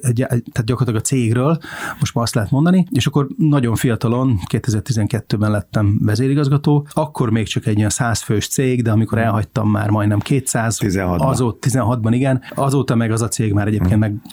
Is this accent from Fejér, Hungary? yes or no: yes; Székesfehérvár, Fejér, Hungary; Székesfehérváron nőttem föl, egy gimnáziumba jártam